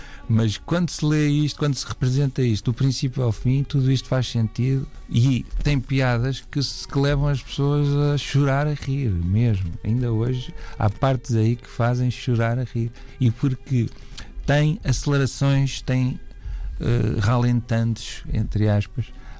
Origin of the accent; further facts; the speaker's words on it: Portalegre, Alentejo, Portugal; na minha terra natal, Porto Alegre, do Marchão